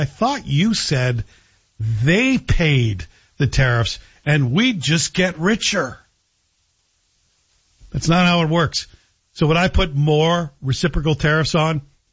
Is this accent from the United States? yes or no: no; Canada; Not doing that as a Canadian.